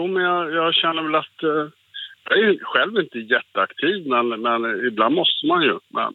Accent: Stockholm, Stockholm County, Sweden; now in Västervik, Sweden; Jag är själv från Stockholm.

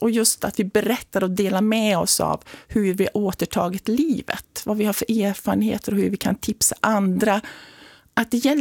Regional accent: Värmland, Sweden; Jag är ju från Värmland egentligen, så det är ju liksom lite här.

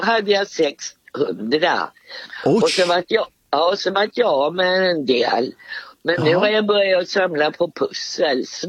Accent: Stockholm, Stockholm County, Sweden; now in Norrköping, Sweden; Nej, jag är från Stockholm. Men låter några ord är från Stockholm, men inte mycket säger de.

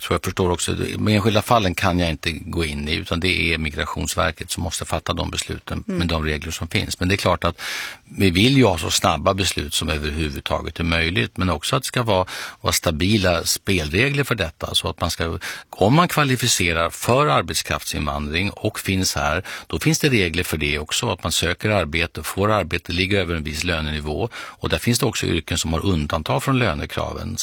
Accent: Lund, Skåne, Sweden; born there; Ja, min födelsestad.

